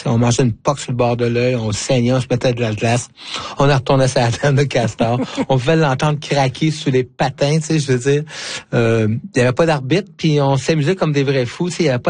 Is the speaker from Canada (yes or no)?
yes; D'Alembert, Quebec, Canada; also born or lived in Rouyn-Noranda; Oh là là, moi je suis né à Rouyn-Noranda, dans le nord du Québec, sur le territoire de la baie James, si tu veux, et plus précisément élevé dans un petit village minier de D'Alembert